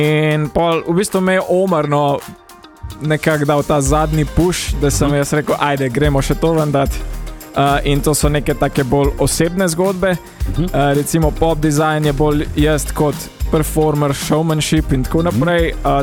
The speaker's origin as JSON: {"language": "Slovenian", "town": "Višnja Gora", "region": "Lower Carniola", "country": "Slovenia", "tie": "born or raised there", "said": "Jaz sem drugač iz Višnje Gore."}